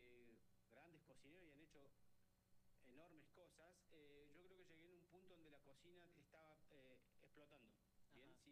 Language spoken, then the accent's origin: Spanish; Córdoba, Argentina; accent: cordobés; now in Neuquén, Argentina; Y yo digo, yo hoy soy más neuquino que cordobés, más la tonada cordobés ya prácticamente la perdí, no la tengo, y desarrollo mi cocina, mi gastronomía acá en Neuquén.